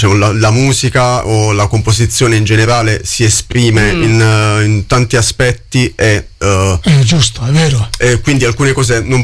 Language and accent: Italian; Mola di Bari, Apulia, Italy; sì, Puglia, sì, Mola, sì, di Bari, sì, per l'esattezza.